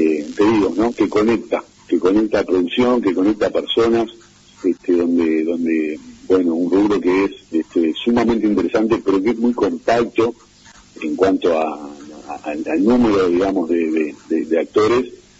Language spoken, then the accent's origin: Spanish; Uruguay